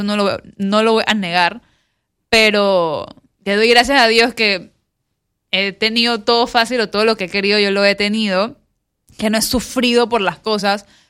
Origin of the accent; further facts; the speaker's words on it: Colón, Panama; moved away as an adult; now in Panama City, Panama; Yo soy de Colón y bueno, yo me mudo a Panamá a los 18 años con mi hermana.